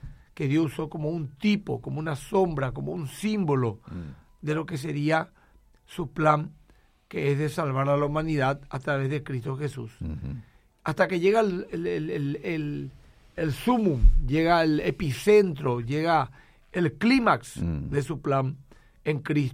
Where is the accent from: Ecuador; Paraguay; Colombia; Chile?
Paraguay; Asunción; desde el Mercado 4, te envió de mi zona, de mi barrio donde me crié.